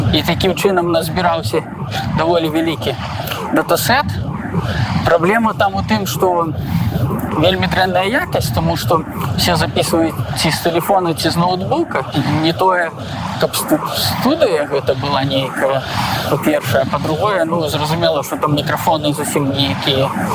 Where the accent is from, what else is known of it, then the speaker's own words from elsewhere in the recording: Kletsk, Minsk Region, Belarus; Ось я з Клецку там паказваецца на мапе. Ось у нас тут такое маўленне.